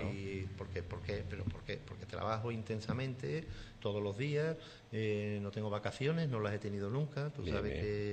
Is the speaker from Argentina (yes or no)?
no; Chipiona, Andalusia, Spain; yo soy jubilado, no tengo otra cosa que hacer, y disfruto de mi pueblo, me gusta mi pueblo, lucho por mi pueblo